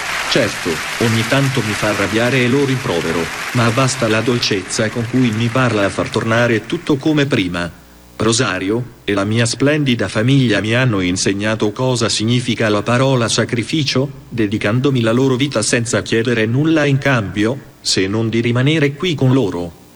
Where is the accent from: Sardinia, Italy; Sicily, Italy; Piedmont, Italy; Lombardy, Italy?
Sardinia, Italy; born there; ho 22 anni, sono nato in Sardegna